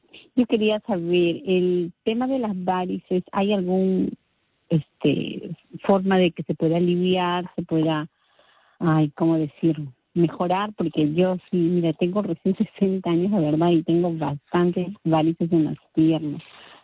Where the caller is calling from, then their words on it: Lima, Peru; De Independencia, Tahuantinsuyo.